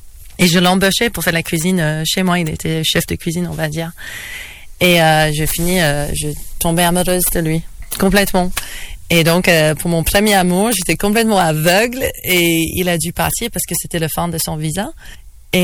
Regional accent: Australia; French is a second language; moved away as an adult; Je suis moitié polonaise. Donc en fait, ma mère elle est polonaise et j'avais toujours envie. Je suis née en Australie, j'ai grandi en Australie, mais j'étais dans cette culture polonaise et donc j'avais toujours envie de partir de l'Australie et de voir l'autre moitié de moi. Donc je suis partie quand j'avais 18 ans

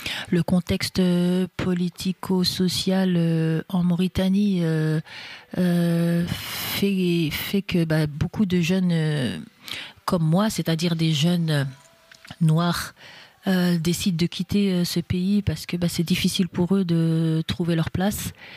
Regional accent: Remiremont, Grand Est, France; je suis née à Remiremont, donc je suis une fille des Vosges, hein

